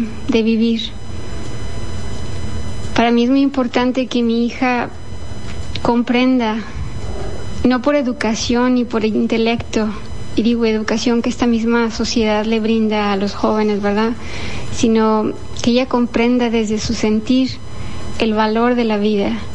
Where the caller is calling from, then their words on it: Canada; vivo en Canadá.